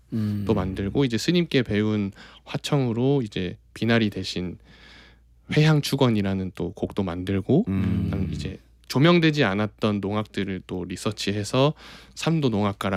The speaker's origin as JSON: {"language": "Korean", "region": "Jeju", "country": "South Korea", "said": "근데 이제 그 당시에는 제주도를 탈출하고 싶은 마음이 좀 컸거든요. 나는 서울에 가서 성공을 하겠다."}